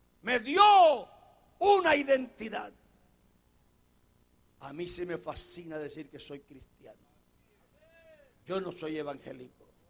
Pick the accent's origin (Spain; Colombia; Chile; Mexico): Colombia; Los colombianos somos gentiles.